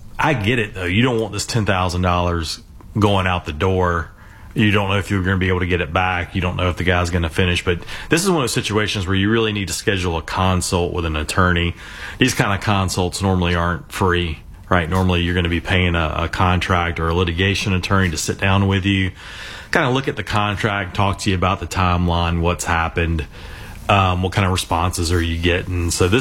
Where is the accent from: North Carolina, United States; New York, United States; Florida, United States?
North Carolina, United States; born and raised in North Carolina.